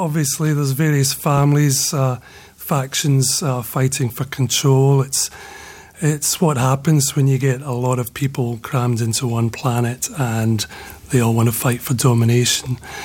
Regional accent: Scotland, United Kingdom; I'm a Scot myself

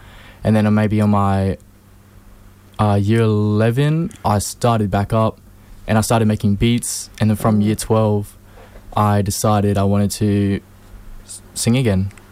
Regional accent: Darwin, Northern Territory, Australia; moved away as an adult; I went to Darwin. I was born and raised in Darwin for pretty much all my life, and then I went to boarding school for about 3 years.

